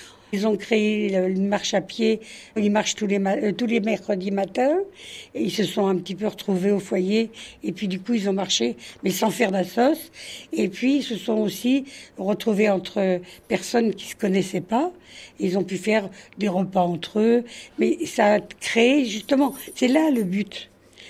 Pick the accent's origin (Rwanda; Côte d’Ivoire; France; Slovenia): France; Paris, Île-de-France; now in Île de Ré, France; moi, je suis parisienne